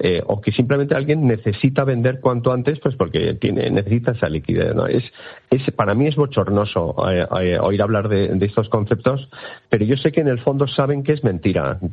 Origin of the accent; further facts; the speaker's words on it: Bilbao, Basque Country, Spain; yo que soy de Bilbao y siempre pongo el ejemplo muy sencillo